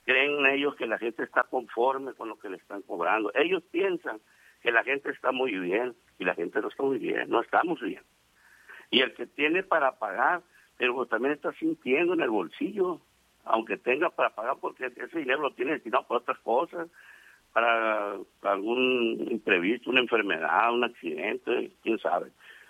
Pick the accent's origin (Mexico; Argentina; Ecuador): Mexico; somos los mexicanos